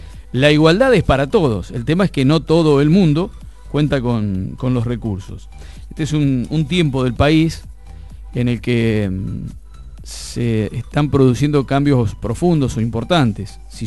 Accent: Argentina; Tenemos también como argentinos hacer valer nuestros derechos en este lugar.

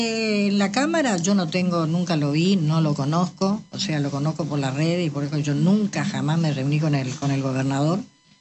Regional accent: Corrientes, Argentina; somos todos correntinos

